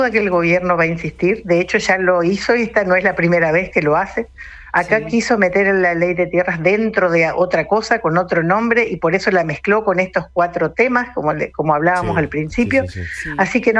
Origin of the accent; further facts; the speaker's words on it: Argentina; nosotros los argentinos